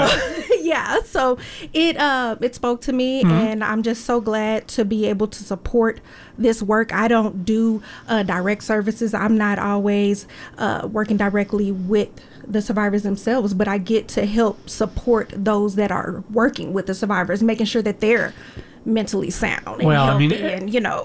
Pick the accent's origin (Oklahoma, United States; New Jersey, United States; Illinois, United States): Oklahoma, United States; because I come from Oklahoma.